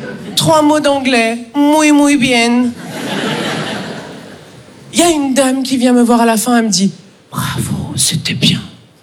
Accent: France; Moi, je suis française, j'ai une aptitude innée à niquer l'ambiance

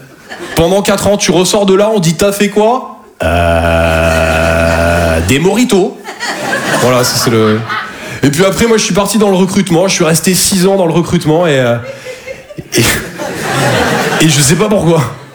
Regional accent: Toulouse, Occitanie, France; now in Paris, France; je viens de Toulouse à la base. Et je sais pas vous, mais moi je me perds beaucoup dans Paris.

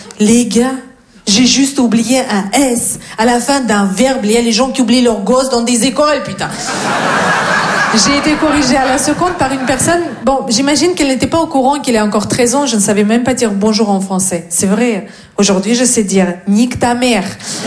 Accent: Russia; French is a second language; now in France; je viens de Russie. Surprise!

